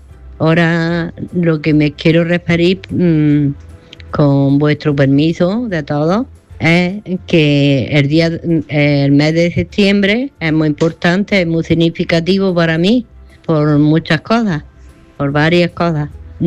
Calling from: Granada, Andalusia, Spain; de Granada.

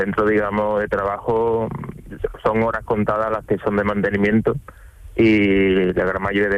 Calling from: Dos Hermanas, Andalusia, Spain; yo estoy en Dos Hermanas, el polígono La Isla.

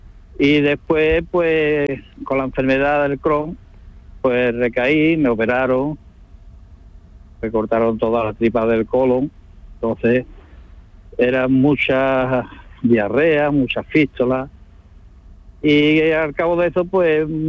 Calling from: Arahal, Andalusia, Spain; Pues yo soy de Aral.

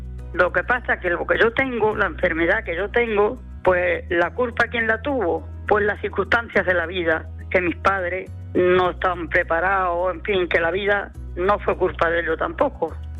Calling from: Cartaya, Andalusia, Spain; aquí de Cartaya.

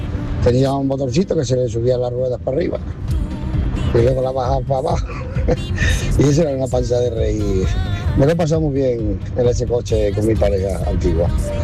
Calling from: Málaga, Andalusia, Spain; de Málaga.

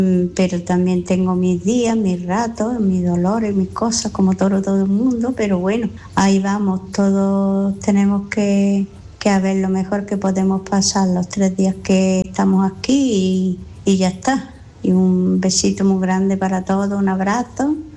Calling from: Málaga, Andalusia, Spain; de Málaga.

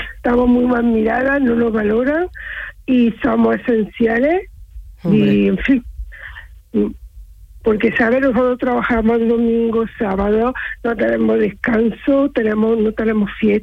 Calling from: Córdoba, Andalusia, Spain; yo soy de Córdoba capital.

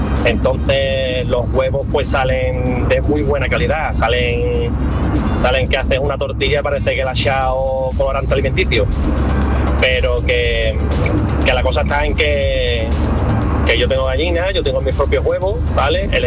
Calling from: Chiclana de la Frontera, Andalusia, Spain; Buenos días … de Chiclana.

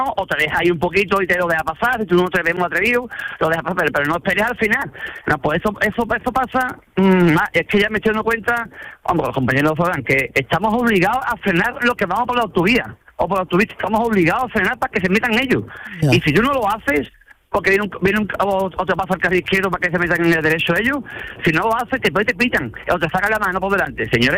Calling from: Jerez de la Frontera, Andalusia, Spain; Yo soy de Jerez, claro.

